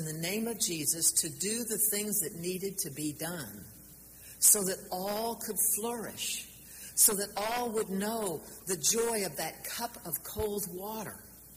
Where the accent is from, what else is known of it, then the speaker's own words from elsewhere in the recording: Topeka, Kansas, United States; born there; I was born in Topeka, which was at the time the second largest town, city in Kansas. And Mother and Daddy grew up in Valley Falls, which is about 35 miles north